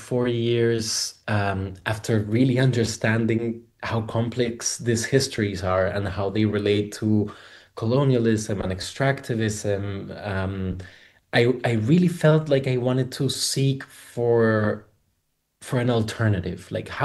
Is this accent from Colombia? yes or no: yes; Colombia; now in Spain; in Colombia, where I'm originally from. I live in Spain, but I'm from Colombia.